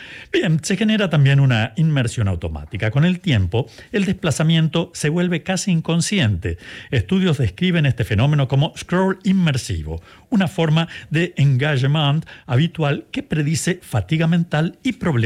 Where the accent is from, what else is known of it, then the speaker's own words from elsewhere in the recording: Santa Rosa, La Pampa, Argentina; en mi ciudad de origen, Santa Rosa, en Argentina, hay de estas máquinas tragamonedas